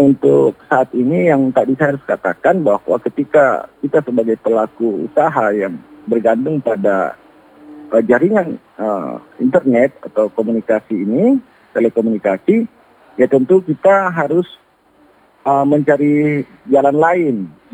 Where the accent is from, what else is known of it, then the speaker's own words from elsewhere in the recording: North Sulawesi, Indonesia; kita warga Kepulauan